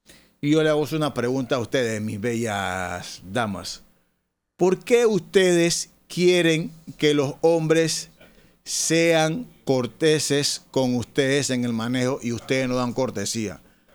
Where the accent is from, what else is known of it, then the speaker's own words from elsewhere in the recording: Colón, Panama; como colonense, como persona, como panameño